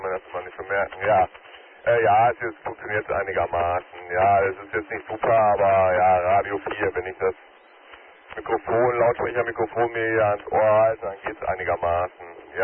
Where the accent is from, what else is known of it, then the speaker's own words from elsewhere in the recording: North Rhine-Westphalia, Germany; ich komme ja wie gesagt aus der Nähe von Witten, wird jetzt wahrscheinlich nicht unbedingt ein Begriff sein. Das ist zwischen Bochum, Hagen und Dortmund.